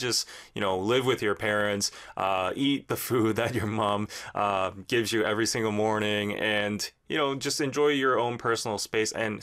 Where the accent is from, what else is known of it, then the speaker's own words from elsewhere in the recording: Busan, South Korea; Obviously, I came up from Busan.